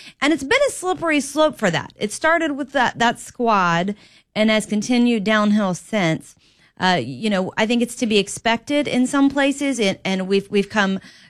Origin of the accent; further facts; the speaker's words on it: Florida, United States; now in Alabama, United States; I was raised in Florida.